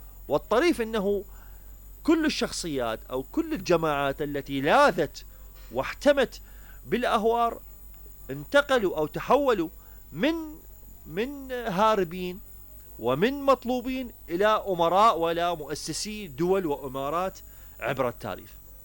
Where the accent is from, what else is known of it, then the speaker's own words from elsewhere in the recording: Iraq; هذه البطيحة أسس فيها عمران ابن شاهين الخفاجي إمارة له في جنوب العراق.